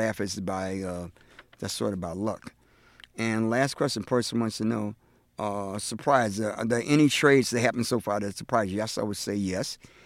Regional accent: New York, United States; being a New Yorker

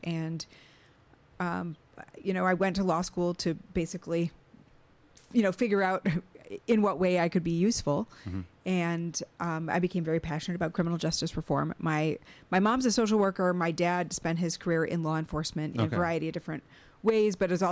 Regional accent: Wisconsin, United States; Well, I am actually from rural northern Wisconsin. I spent my early years living in a one-room schoolhouse with my family north of Highway 29 in Taylor County.

